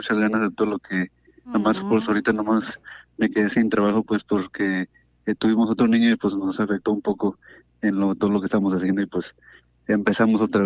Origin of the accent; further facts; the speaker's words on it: Jalisco, Mexico; now in Santa Ana, United States; Yo soy de aquí, de Santa Ana, pero yo soy de Jalisco.